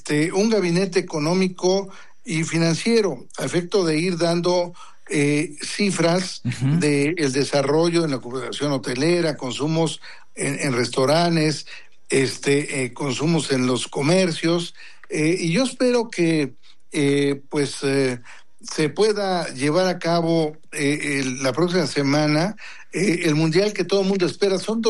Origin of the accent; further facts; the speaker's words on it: Mexico City, Mexico; como capitalinos y como, sí, mexicanos